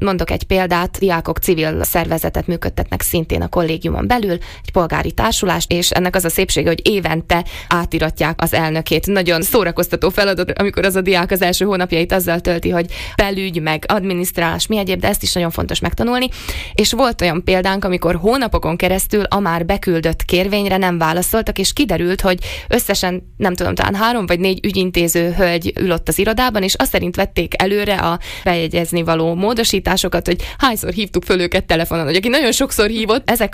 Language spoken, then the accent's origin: Hungarian; Slovakia; szlovákiai magyarként ez egy nagyon specifikus helyzet